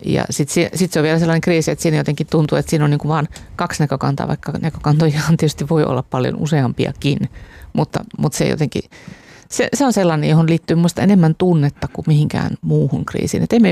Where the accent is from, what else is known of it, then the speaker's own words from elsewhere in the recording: Sodankylä, Lapland, Finland; Valtavan hieno aapasuo tuolla Sodankylässä kotiseudullani.